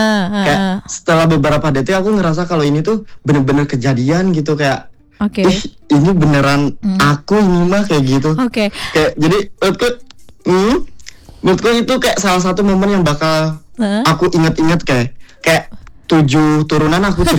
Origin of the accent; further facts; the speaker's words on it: Cianjur, West Java, Indonesia; Aku aslinya Jawa Barat, aslinya tuh kotanya tuh Cianjur.